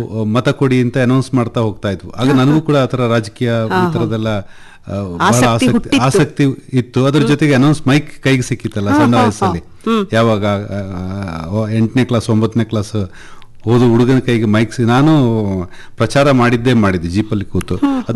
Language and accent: Kannada; Koynadu, Karnataka, India; ನಮ್ಮೂರು ಕೊಯನಾಡಿನಲ್ಲಿ, ಅಲ್ಲೂ ಕೂಡ ನಾನು ಶಾಲೆ ಕಲಿತಾ ಇದ್ದೆ.